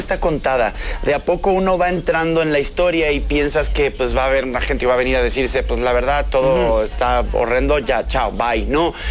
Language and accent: Spanish; Argentina; Sí, yo como argentino lo sé